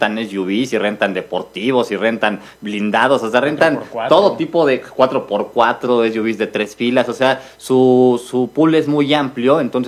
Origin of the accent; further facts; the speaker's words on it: Mexico; una empresa que realmente pues nos representa como mexicanos en el mundo, como trabajadores, como exitosos.